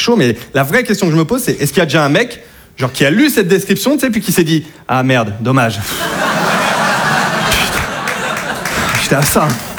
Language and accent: French; Hauts-de-France, France; moved away as an adult; now in Paris, France; chez moi, en Picardie